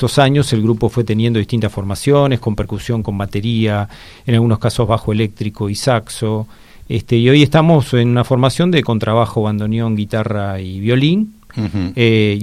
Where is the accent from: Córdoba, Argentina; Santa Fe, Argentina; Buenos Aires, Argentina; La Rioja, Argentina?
Buenos Aires, Argentina; yo viví de chico en Caballito, y bueno, iba al Parque Rivadavia ahí todo el tiempo. Ahora, otra vez, volví al barrio